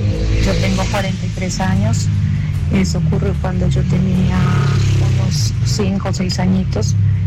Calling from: Chinchiná, Caldas, Colombia; Nosotros somos de Chinchiná.

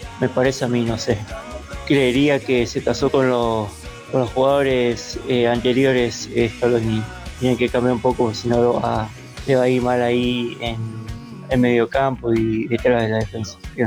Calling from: San Carlos de Bariloche, Río Negro, Argentina; acá de Bariloche

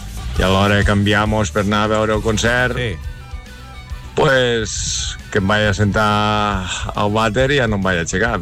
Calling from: Lleida, Catalonia, Spain; soc de Lleida … de Lleida.

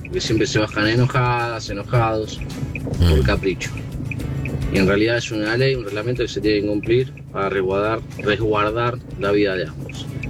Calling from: Loma Mirador, Buenos Aires Province, Argentina; soy … de Loma Mirador.

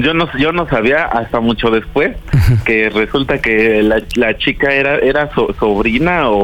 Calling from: Oaxaca, Mexico; Tengo 25 años y soy aquí de Oaxaca.

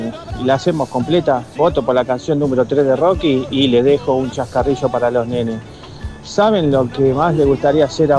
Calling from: Gerli, Buenos Aires Province, Argentina; de Gerli.

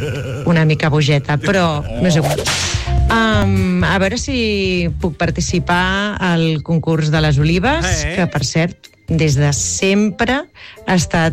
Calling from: Valldoreix, Catalonia, Spain; de Valldoreix.

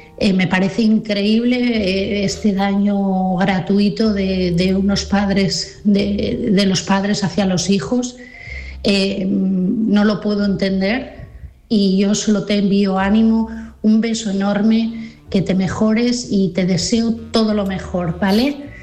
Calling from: Asturias, Spain; de Asturias

